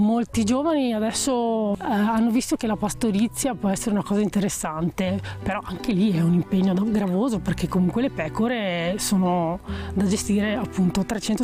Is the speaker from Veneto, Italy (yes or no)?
yes; Padua, Veneto, Italy; born there; moved away as an adult; now in Lessinia, Italy; io sono nata a Padova